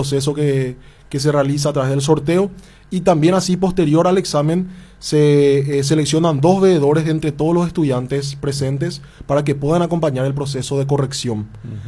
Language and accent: Spanish; Coronel Oviedo, Caaguazú, Paraguay; yo soy de Coronel Oviedo, me siento como en casa.